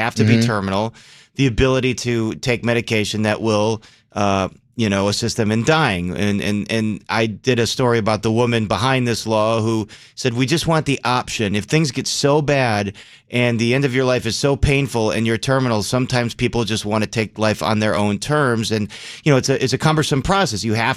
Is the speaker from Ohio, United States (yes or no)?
no; River Forest, Illinois, United States; So I grew up in River Forest